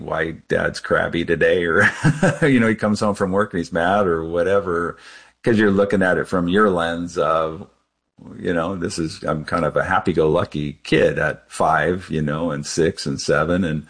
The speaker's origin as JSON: {"language": "English", "town": "New Orleans", "region": "Louisiana", "country": "United States", "tie": "born there", "said": "And so he moved us there and that's where I was born. I was born in New Orleans. And then we were only there for a year or two."}